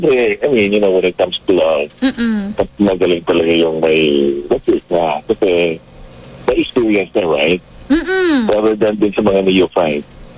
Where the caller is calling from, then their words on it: Tandag, Caraga, Philippines; I'm from Tandag.